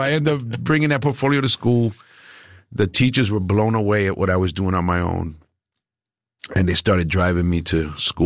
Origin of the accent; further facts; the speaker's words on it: Queens, New York, United States; I'm coming from Queens. I'm coming from hip hop. I'm not leaning toward this world.